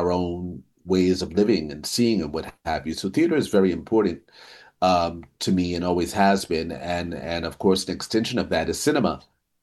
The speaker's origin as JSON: {"language": "English", "region": "New York", "country": "United States", "tie": "born or raised there", "said": "from theater, growing up in New York, going to plays, musicals, and you know, traditional theater."}